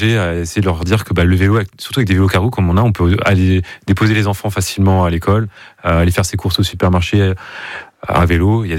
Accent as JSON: {"language": "French", "town": "Saint-Ouen-des-Toits", "region": "Pays de la Loire", "country": "France", "tie": "born there", "said": "Ouais, je suis né à Saint-Ouen-des-Toits exactement. Déjà il y a 40 ans."}